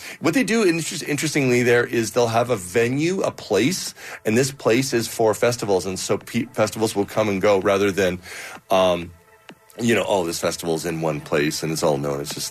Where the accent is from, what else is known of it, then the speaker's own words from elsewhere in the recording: Calgary, Alberta, Canada; I'm born and raised in Calgary, and so the community just runs so deep here, so you just kind of know people from everywhere.